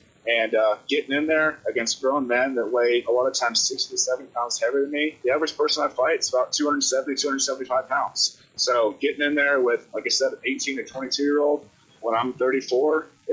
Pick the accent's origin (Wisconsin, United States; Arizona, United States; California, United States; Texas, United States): Texas, United States; Austin; moved away as an adult; now in Charleston, United States; I grew up in Austin, Texas. I've been in Charleston for about 7 years.